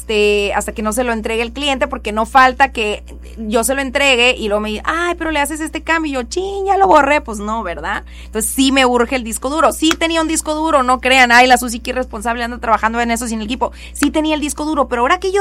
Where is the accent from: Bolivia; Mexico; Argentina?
Mexico; Ya, no he ido, ya sé, como buena mexicana, a ver si mañana sí voy.